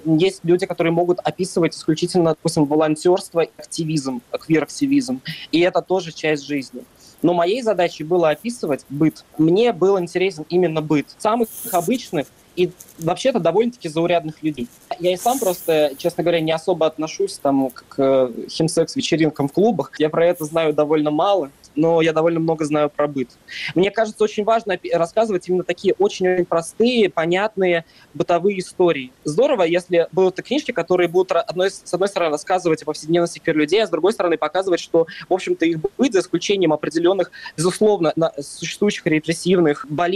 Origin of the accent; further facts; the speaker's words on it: Russia; now in Germany; Я уехал из России 3 января этого г